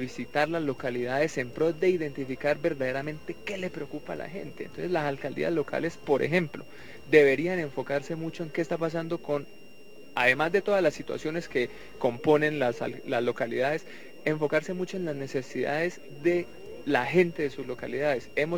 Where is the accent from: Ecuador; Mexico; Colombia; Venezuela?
Colombia; Tumaco, Nariño; now in Bogotá, Colombia; incluso para nosotros los provincianos, yo que soy de Tumaco y siempre me he sentido muy muy acogido en esta mi ciudad